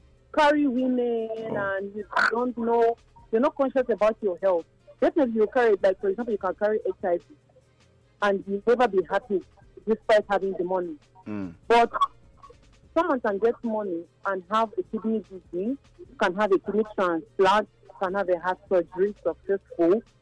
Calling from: Benin City, Edo, Nigeria; I'm calling from Benin City.

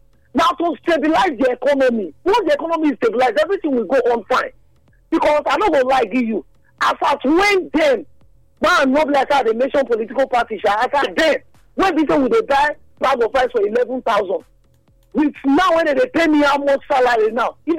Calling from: Nigeria; I'm calling you from Ogiga.

